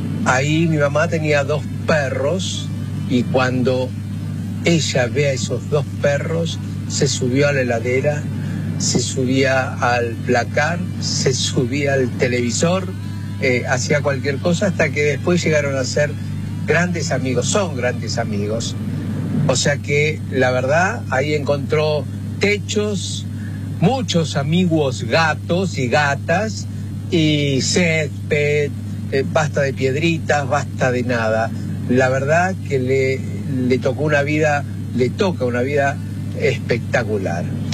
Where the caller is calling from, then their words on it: San Miguel, Buenos Aires Province, Argentina; soy de San Miguel